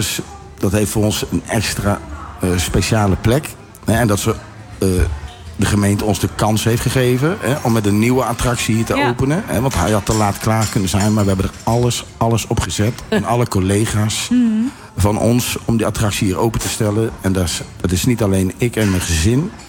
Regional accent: Tilburg, North Brabant, Netherlands; ik ben hierin opgegroeid. Hè? Ik kom uit Tilburg.

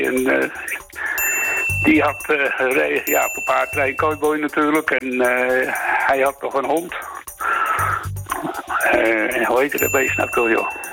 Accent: Stad aan 't Haringvliet, South Holland, Netherlands; Nou, ik kom van een eiland waar vissers zijn. Ik ben geboren op Stadelharingvliet. Ik ben schipper geweest.

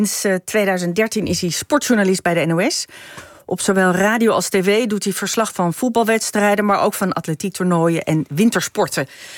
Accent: Rotterdam, South Holland, Netherlands; Bij deze geur denk ik aan mijn jeugd in Rotterdam.

